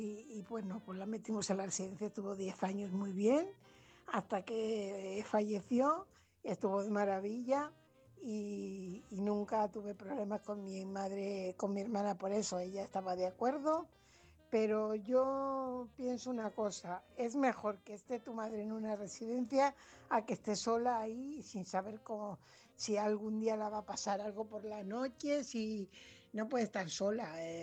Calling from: Fuenlabrada, Community of Madrid, Spain; corresponsal de Fuenlabrada.

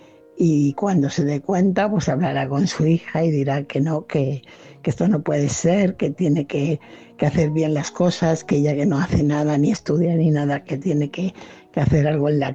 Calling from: Fuenlabrada, Community of Madrid, Spain; corresponsal de Fuenlabrada.

